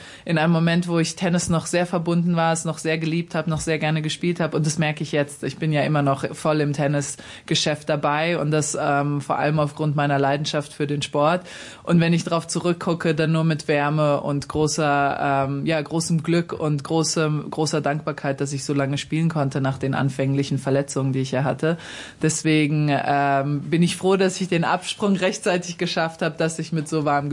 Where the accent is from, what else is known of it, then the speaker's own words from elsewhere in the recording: Darmstadt, Hesse, Germany; now in New York, United States; Genau, Darmstadt ist meine Heimat, absolut. Und New York ist die Stadt, in der ich wahlweise lebe.